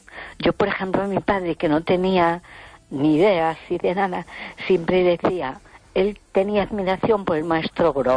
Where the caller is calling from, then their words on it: A Coruña, Galicia, Spain; de Coruña.